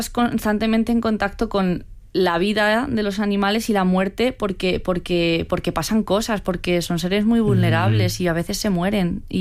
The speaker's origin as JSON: {"language": "Spanish", "region": "Castilla-La Mancha", "country": "Spain", "tie": "born or raised there", "said": "Es un pueblo, sí, que pertenece a Cuenca, pero no está en la serranía, sino que está en la Mancha Baja."}